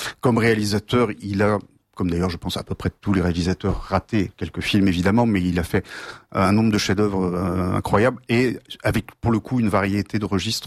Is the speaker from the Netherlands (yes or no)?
no; Normandy, France; comme je suis normand